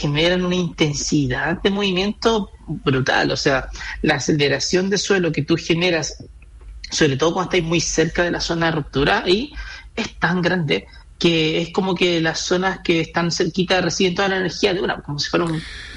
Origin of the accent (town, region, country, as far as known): Chile